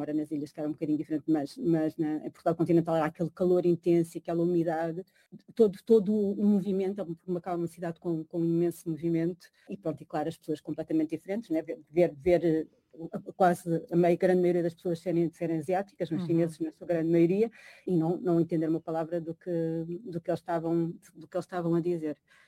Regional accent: Macau; born or raised there

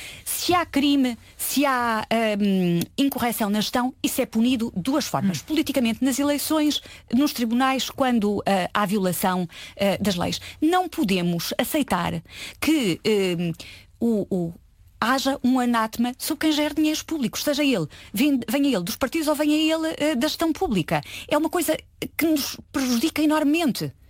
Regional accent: Portugal; sou portuguesa

